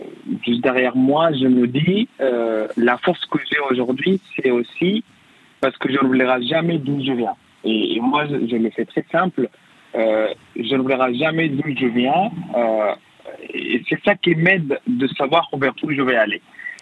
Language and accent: French; Darfur, Sudan; now in France; mon pays d'origine, le Soudan, et mon pays d'adaptation, où j'étais adopté, la France.